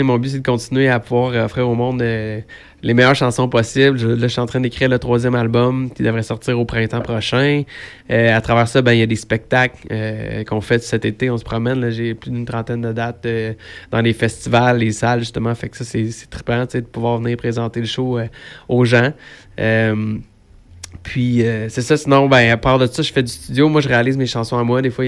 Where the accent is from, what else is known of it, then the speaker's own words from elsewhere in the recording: Quebec, Canada; Au Québec, on a le country heart à la bonne place.